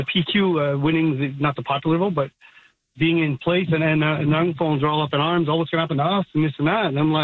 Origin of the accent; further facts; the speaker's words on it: Ottawa, Ontario, Canada; born there; now in Quebec City, Canada; I was born in Quebec City, moved to Ottawa when I was about 3 years old, and moved back here about 25 years ago.